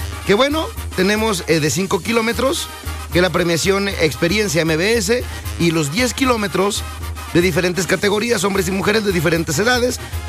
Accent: Santa Cruz del Valle, Jalisco, Mexico; Es mi tierra, y nací Santa Cruz del Valle. Ahí, qué bonito recuerdo de Santa Cruz del Valle. La mitad de mi infancia por ahí.

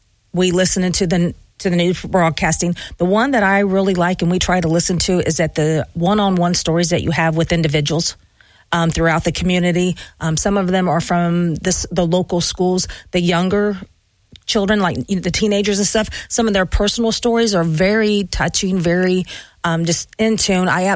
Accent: Beaver Creek, Ohio, United States; I'm from Beaver Creek, Ohio.

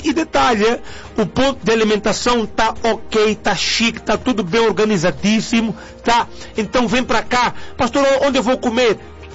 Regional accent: Mozambique; now in São Paulo, Brazil; Mahala é o que se fala na minha terra. Mahala significa de graça ou de borla. Eu não sei se usa aqui no Brasil de borla, não, né? Também se fala em Moçambique, é de borla.

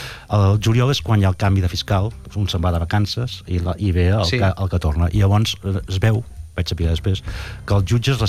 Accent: Sabadell, Catalonia, Spain

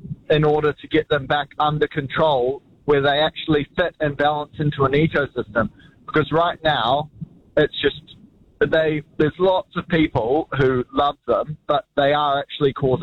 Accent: Auckland, New Zealand; I'm from Auckland, and I've been to Auckland's east coast beaches

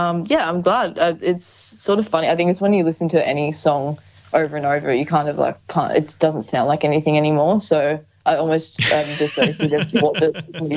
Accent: Queensland, Australia; Oh, yeah, I'm just from Queensland. You know. I did grow up doing a lot of singing training

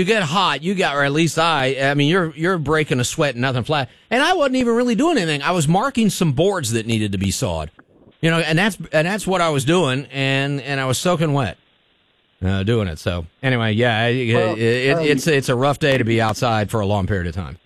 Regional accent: United States; born there; I consider myself, I'm very proud, consider myself extremely fortunate to have been born in this country.

